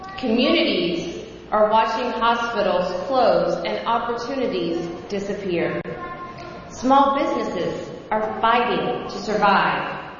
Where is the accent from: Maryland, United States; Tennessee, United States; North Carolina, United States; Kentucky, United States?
Tennessee, United States; Memphis; right here in Memphis. My hometown, the city that raised me, the city that taught me resilience, it taught me grit, it taught me grind.